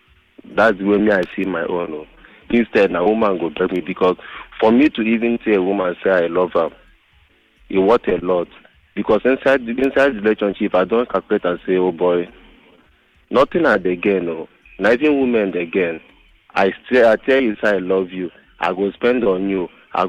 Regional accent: Lagos, Nigeria; I was born and brought up in Lagos and I school in Lagos.

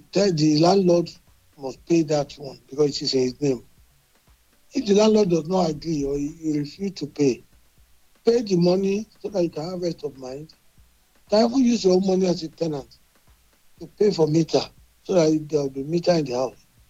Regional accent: Abeokuta, Ogun, Nigeria; I am from Abeokuta.

